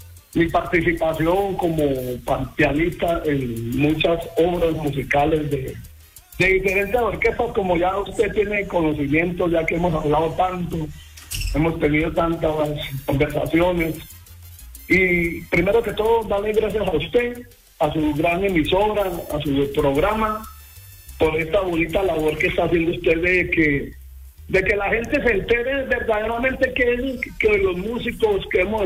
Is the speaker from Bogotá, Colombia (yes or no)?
yes; Bogotá, Colombia; moved away; also born or lived in Medellín; yo soy bogotano